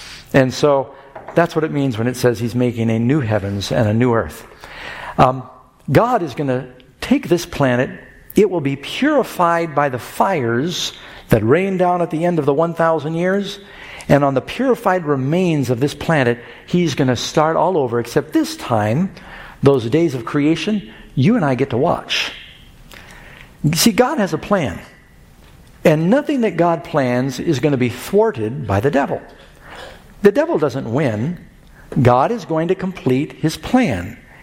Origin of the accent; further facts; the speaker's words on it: New York City, New York, United States; also born or lived in Los Angeles / Miami; I was born in Los Angeles. Millions of people down there. I don't know how many now. Then Mom moved to New York. Grew up in New York City, another big city. Dad moved to Miami.